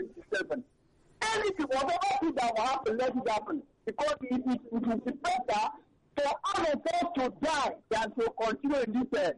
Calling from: Abu Dhabi, United Arab Emirates; I'm calling you from Abu Dhabi.

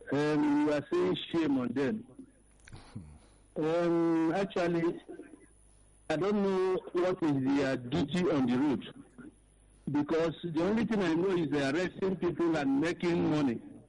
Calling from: Nigeria; I'm calling from Ebeda.

